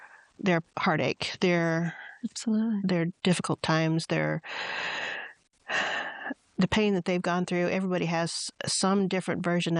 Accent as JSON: {"language": "English", "region": "Georgia", "country": "United States", "tie": "born or raised there", "said": "Obviously, I'm in Georgia. I grew up in Georgia, so obviously I'd seen people"}